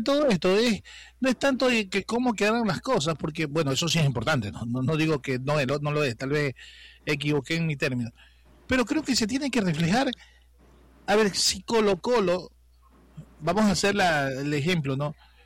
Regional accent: Ecuador; será porque somos ecuatorianos

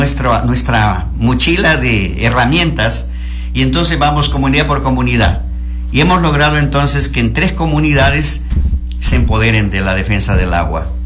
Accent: Paquisha, Zamora-Chinchipe, Ecuador; Yo soy nativo de Paquisha, provincia de Zamora Chinchipe.

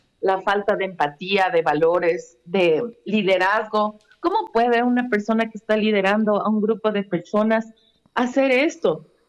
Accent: Ecuador; Pues dentro de la Constitución del Ecuador, en el artículo 50 está que los ciudadanos ecuatorianos tendremos derecho a la salud.

